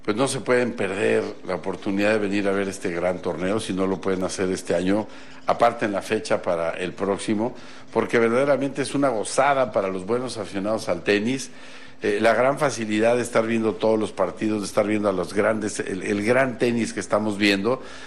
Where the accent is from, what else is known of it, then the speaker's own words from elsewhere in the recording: Mexico; como aficionado al deporte, como mexicano